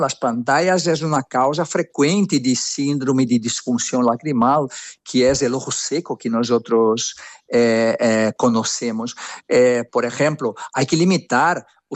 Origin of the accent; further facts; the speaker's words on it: Brazil; Catalan is a second language; No, sóc brasiler, però mig català.